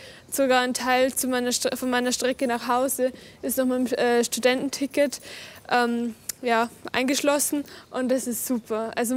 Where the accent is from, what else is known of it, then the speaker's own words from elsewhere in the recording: Bodenmais, Bavaria, Germany; dann am Land wieder zu gründen oder direkt im Bodenmais, weil ich das schon sehr wertschätze, wie ich aufgewachsen bin in der Gemeinschaft, im Dorf, mit vielen Freunden